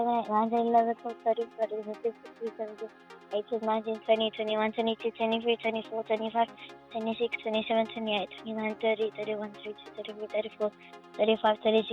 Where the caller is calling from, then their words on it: Bosnia & Herzegovina; I'm from the Bosnia.